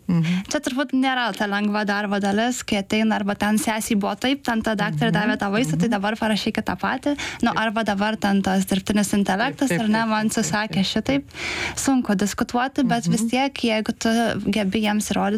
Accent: Kaunas, Kaunas County, Lithuania; aš irgi augau Kaune, bet baigiau Saulės gimnaziją.

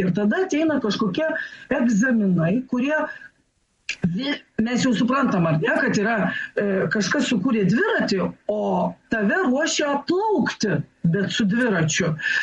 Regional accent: Švenčionys, Vilnius County, Lithuania; mano gimtojo miesto Švenčionių gimnazija

